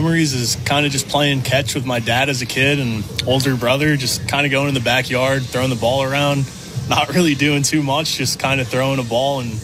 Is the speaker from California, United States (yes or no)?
no; Scranton, Pennsylvania, United States; So, yeah, I'm from Scranton, PA, which is kind of 2 hours from Philly, 2 hours from New York City.